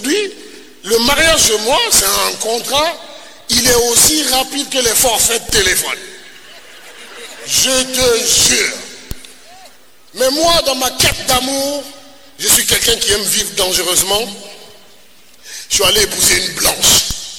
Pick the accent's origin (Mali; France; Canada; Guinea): Guinea; moved away as an adult; also born or lived in Switzerland; Je ne parle même pas allemand. Elle m'a invité dans son pays. J'ai laissé mon super beau pays dont vous êtes tous jaloux, la Guinée. Je suis allé en Suisse, dans un petit village qui s'appelle Biningen.